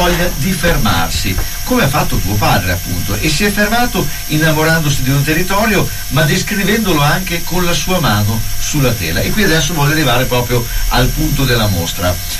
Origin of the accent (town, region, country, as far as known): Emilia-Romagna, Italy; accent: Bolognese dialect